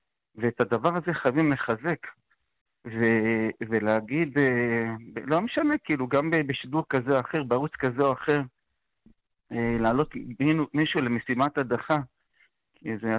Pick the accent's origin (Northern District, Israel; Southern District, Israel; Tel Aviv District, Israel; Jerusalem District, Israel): Jerusalem District, Israel; Jerusalem; שאני גדלתי עליהם כירושלמי, בסדר? אני נולדתי בתוך בית קפה, בסדר? בתוך ירושלים, בצדרום של הצדרום, ולימים התאהבתי בהתיישבות